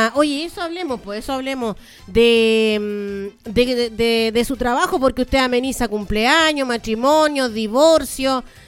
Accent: Peumo, O'Higgins, Chile; yo también soy de Peumo

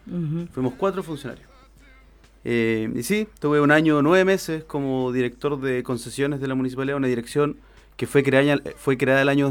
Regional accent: Puerto Montt, Los Lagos, Chile; Soy de Puerto Montt. Tengo 31 años, 3 hijos. Está por nacer mi tercer hijo estos días. Mi señora tiene 39 semanas. Y soy de Puerto Montt.

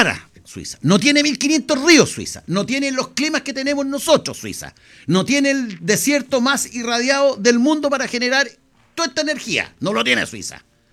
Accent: Chile

